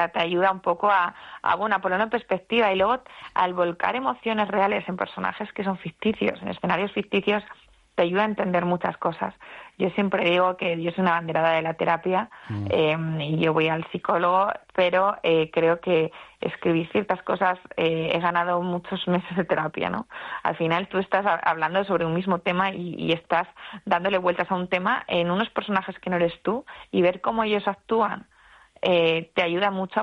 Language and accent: Spanish; Spain; Los hombres que crecimos en la España de los años 70, 60, eso era una selva